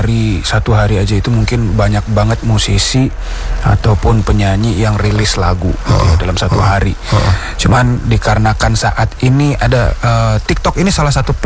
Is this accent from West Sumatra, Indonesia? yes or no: yes; Padang, West Sumatra, Indonesia; born there; Di tanah kelahiranku, Padang.